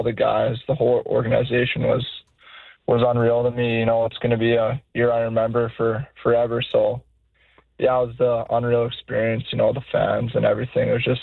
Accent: Medicine Hat, Alberta, Canada; play in my hometown for my last year of junior. So yeah, I'm going to play my last year at home here.

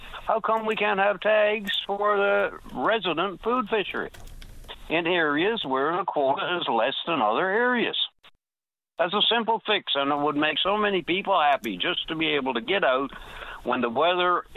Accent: Newfoundland and Labrador, Canada; I'm also from the South Coast here in Newfoundland.

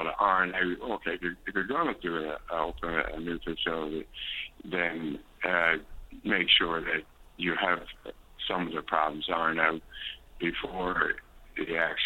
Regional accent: Placentia, Newfoundland and Labrador, Canada; I've established the theory of land in my hometown, 21st Placentia, very beautiful by the ocean

